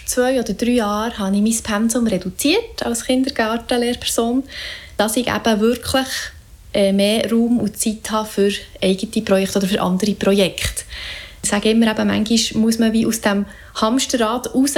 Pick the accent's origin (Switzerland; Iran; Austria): Switzerland; Bern; mich als Berner Mädchen mit Mundart Musik sehr mit dem identifizieren kann.